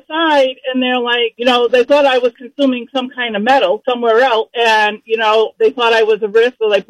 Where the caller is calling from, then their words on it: Westport, Massachusetts, United States; I am calling from Westport, Massachusetts.